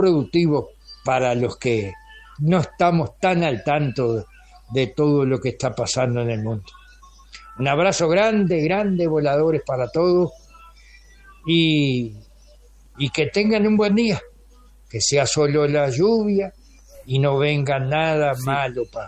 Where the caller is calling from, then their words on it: Uruguay; Abrazos grandes, voladores … Puntas de Pedernal y Mangangá.